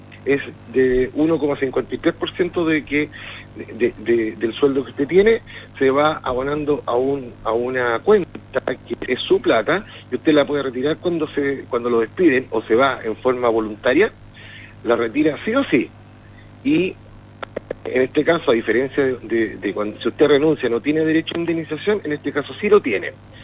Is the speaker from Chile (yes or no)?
yes; Chile